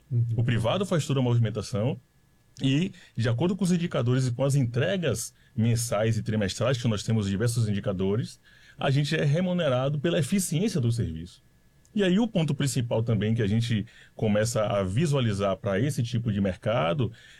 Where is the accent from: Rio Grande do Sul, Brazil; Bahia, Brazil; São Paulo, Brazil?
Bahia, Brazil; Salvador; Não, eu sou de Salvador, sou baiano, estou aqui há 4 anos.